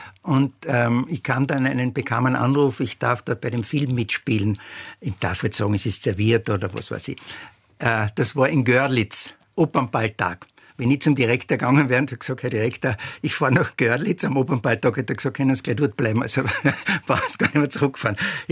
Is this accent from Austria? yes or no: yes; Carinthia, Austria; now in Vienna, Austria; Kärnten. Ich bin Kärntner.